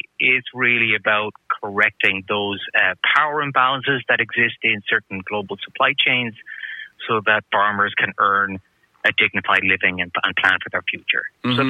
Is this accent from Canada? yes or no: yes; Canada; I think as Canadian shoppers